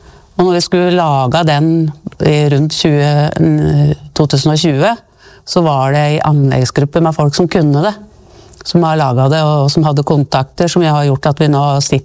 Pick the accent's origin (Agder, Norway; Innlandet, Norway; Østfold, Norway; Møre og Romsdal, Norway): Innlandet, Norway; Reinsvoll; Husker når jeg vokste opp på Reinsvoll her, så var det jo... Det var jo å dra på fotballkamper.